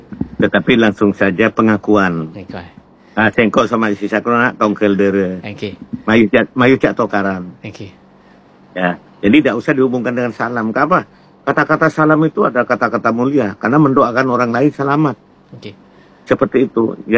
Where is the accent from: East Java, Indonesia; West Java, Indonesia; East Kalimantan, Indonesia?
East Java, Indonesia; Madura; saya sebagai orang Madura